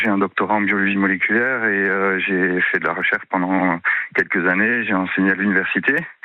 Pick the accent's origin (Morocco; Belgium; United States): Belgium; moved away as an adult; also born or lived in Quebec, Canada; now in France; moi, je suis passé par 3 pays francophones différents. Donc, j'ai vécu 30 ans en Belgique, 4 ans au Canada français, donc au Québec. Et ça fait plus d'une dizaine d'années que je suis en France. Donc, j'ai été scolarisé en Belgique, dans le privé.